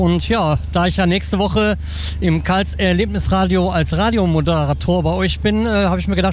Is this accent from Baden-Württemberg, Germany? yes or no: no; Duisburg, North Rhine-Westphalia, Germany; Ich komme einen Katzensprung entfernt aus Duisburg.